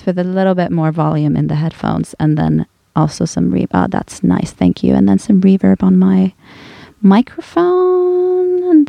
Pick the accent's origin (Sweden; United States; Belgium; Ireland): Sweden; Gothenburg, Västra Götaland; I grew up in Sweden. It wasn't like that was any, but the weird thing though is I'm from Gothenburg